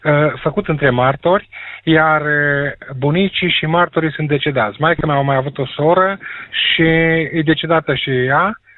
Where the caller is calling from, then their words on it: Cluj-Napoca, Cluj County, Romania; sunt de la Cluj-Napoca.